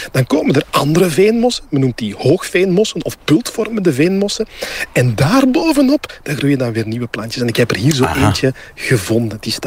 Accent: Flanders, Belgium; Dus ik ben op zoek gegaan naar restanten van veengebieden, ook gewoon bij ons in Vlaanderen. Want we hebben dat.

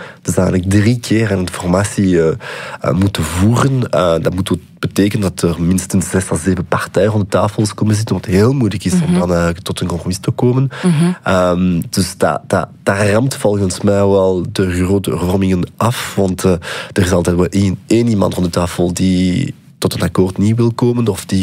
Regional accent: Wallonia, Belgium; Dutch is a second language; now in Brussels, Belgium; aanvankelijk kom ik uit Wallonië, waar het Nederlands echt een vreemde taal is.

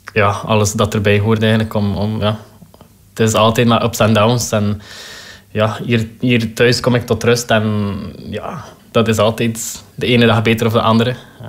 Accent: Ostend, Flanders, Belgium; born there; now in Bredene, Belgium; Ja, ik ben geboren in Oostende.

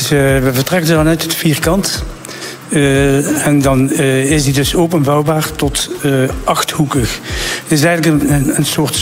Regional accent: Ghent, Flanders, Belgium; Dat doet natuurlijk heel veel plezier als Gentenaar.

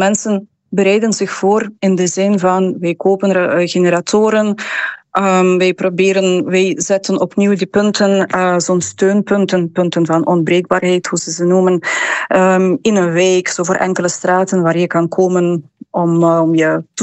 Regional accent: Ukraine; moved away; ik ben zelf een Oekraïense, inderdaad, ben al lang hier

